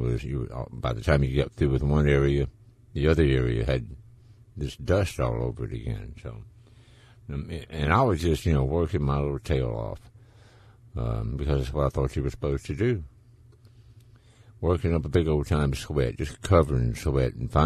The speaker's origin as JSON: {"language": "English", "town": "Laurel", "region": "Mississippi", "country": "United States", "tie": "born or raised there", "said": "my hometown of Laurel, Mississippi"}